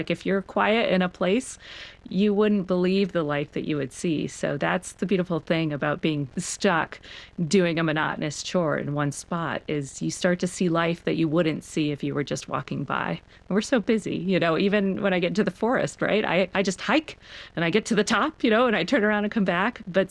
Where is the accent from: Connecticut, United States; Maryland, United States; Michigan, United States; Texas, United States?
Maryland, United States; Baltimore; You know, I'm from Baltimore, and it's like, oh gosh, who's that famous poet that's